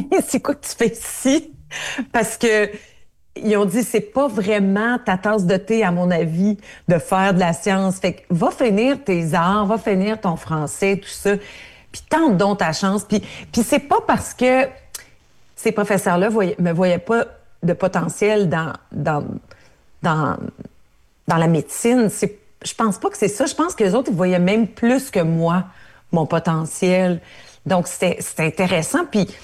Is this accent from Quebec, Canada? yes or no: no; Ontario, Canada; Moi, je viens de l'Ontario, ou je viens de l'Ontario francophone, encore pire